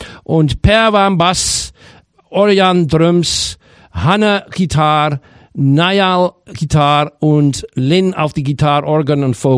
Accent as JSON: {"language": "German", "town": "Amsterdam", "region": "North Holland", "country": "Netherlands", "second_language": "German", "said": "Ich bin aus Amsterdam und wie bin ich eigentlich?"}